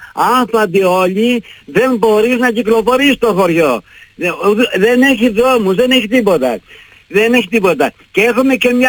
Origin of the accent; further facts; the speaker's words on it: Skepasto, Greece; να πω όμως και δύο λόγια για το χωριό μου.